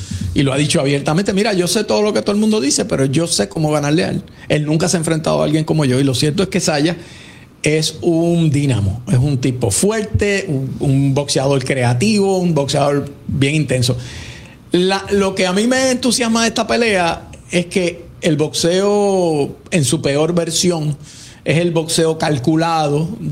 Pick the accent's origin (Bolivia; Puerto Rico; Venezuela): Puerto Rico; soy fanático de él y soy puertorriqueño y voy a ir al mío, porque esa es mi tradición.